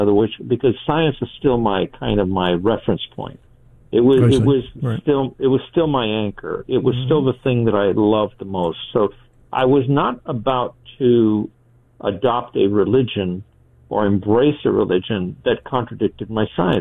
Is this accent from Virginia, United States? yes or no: no; Los Angeles, California, United States; You know, I grew up in East L.A. listening about the Bible this, Bible that.